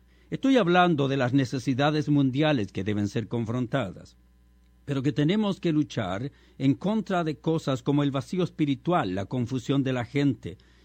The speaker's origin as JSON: {"language": "Spanish", "country": "Chile", "said": "en mi país en Chile"}